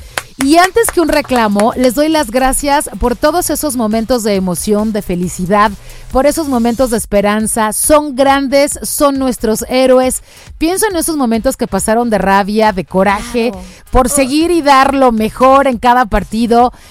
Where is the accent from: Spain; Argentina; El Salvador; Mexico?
Mexico; Así somos los mexicanos